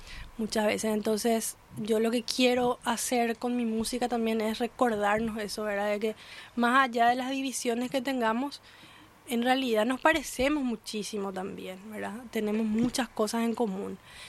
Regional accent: Asunción, Paraguay; Yo soy asunciana, o sea, yo nací en Asunción, pero mi mamá y toda mi familia, aparte de mi mamá, son de Altos, ¿verdad? Específicamente de Itabazá.

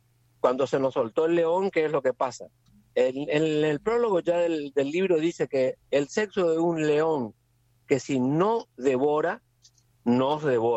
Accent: Corrientes, Argentina; now in Buenos Aires, Argentina; yo, que soy correntino, pero también vivo en Buenos Aires.

